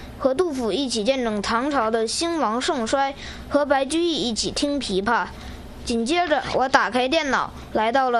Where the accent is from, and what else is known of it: Changchun, Jilin, China